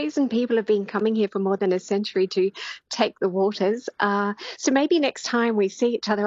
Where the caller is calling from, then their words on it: Baden-Baden, Baden-Württemberg, Germany; and I'm calling you from Baden-Baden.